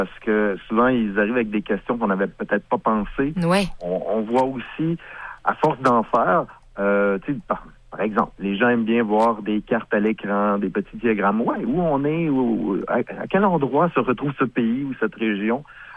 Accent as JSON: {"language": "French", "country": "Canada", "said": "On vient du Canada aussi, pas des États-Unis."}